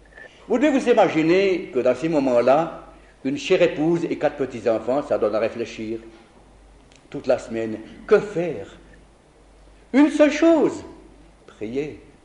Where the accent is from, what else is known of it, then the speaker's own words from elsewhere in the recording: Italy; now in Paris, France; puisque je suis italien, à Paris chez moi, à domicile, et me dire, vous êtes italien, votre place est sur le front.